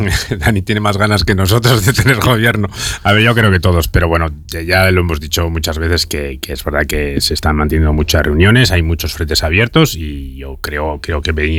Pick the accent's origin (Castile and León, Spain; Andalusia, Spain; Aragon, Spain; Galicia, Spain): Castile and León, Spain; Pampliega; Yo lo veo en Pampliega, yo en mi pueblo veo